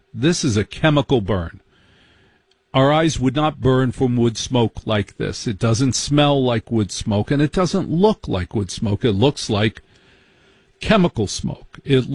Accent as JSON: {"language": "English", "region": "New Jersey", "country": "United States", "tie": "born or raised there", "said": "I grew up in Jersey. I know different kinds of smoke because on any given day, the smoke could kill us. At any given moment, we could be killed by the smokes of New Jersey."}